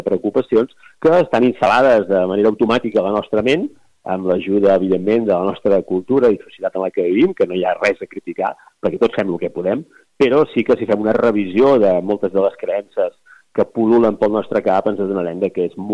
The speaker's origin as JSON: {"language": "Catalan", "town": "Vic", "region": "Catalonia", "country": "Spain", "said": "jo sóc de Vic i tinc un centre aquí a Vic"}